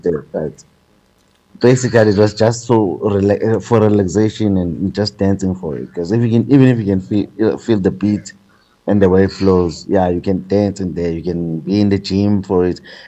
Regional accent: KwaZulu-Natal, South Africa; also born or lived in Potchefstroom / Durban; born and raised in KZN.

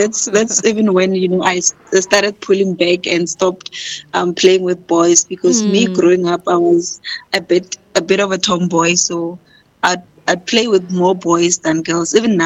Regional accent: North West Province, North West, South Africa; I'm born and bred in Makau in the Northwest Province.

